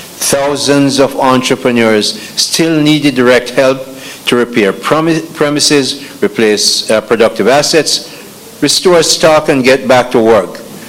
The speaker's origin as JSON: {"language": "English", "region": "Saint Elizabeth", "country": "Jamaica", "said": "because I'm from St. Elizabeth"}